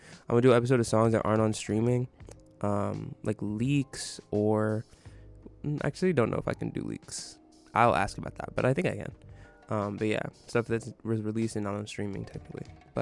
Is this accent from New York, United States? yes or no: no; Atlanta, Georgia, United States; I'm from Atlanta. I was 12 in 2017.